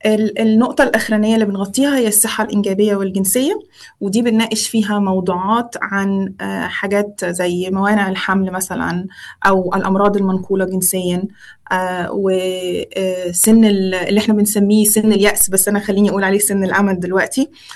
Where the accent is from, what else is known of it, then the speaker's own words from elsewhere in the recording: Egypt; now in Australia; بس عندنا في مصر